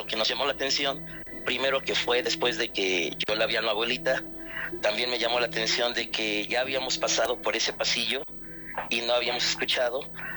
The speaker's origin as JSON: {"language": "Spanish", "town": "Atlixco", "region": "Puebla", "country": "Mexico", "tie": "born or raised there", "said": "Pero toda mi vida estuve en Atlixco."}